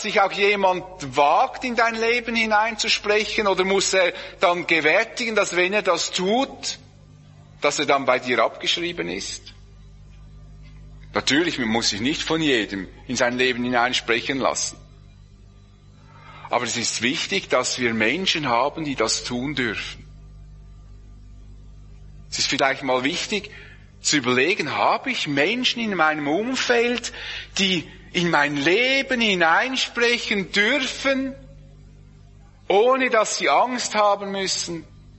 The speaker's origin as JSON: {"language": "German", "country": "Switzerland", "said": "als Schweizer"}